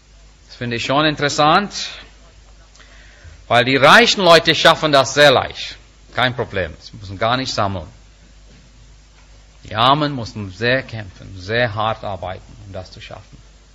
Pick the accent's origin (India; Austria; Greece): India; German is a second language; Liebe Freunde, als Inder, ich brauchte die Bibel nicht, gar nicht, um mir zu sagen, dass ich gesündigt habe.